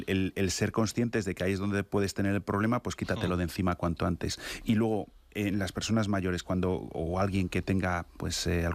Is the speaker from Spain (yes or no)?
yes; Castile and León, Spain; born or raised there; moved away